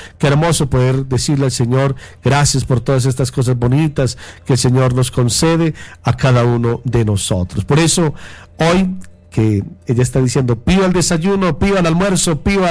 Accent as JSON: {"language": "Spanish", "country": "Colombia"}